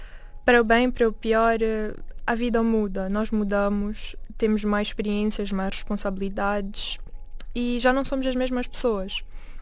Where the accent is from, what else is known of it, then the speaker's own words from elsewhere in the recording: Mozambique; now in abroad; Eu sinto muita falta de comida caseira, especialmente sendo moçambicana. Não há muitos restaurantes moçambicanos cá.